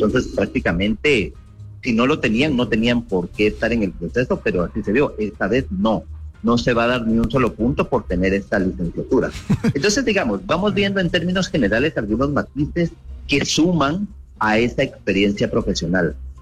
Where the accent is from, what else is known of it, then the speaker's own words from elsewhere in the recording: Guatemala; la mala costumbre que como guatemaltecos podríamos describir que todo se deja a última hora.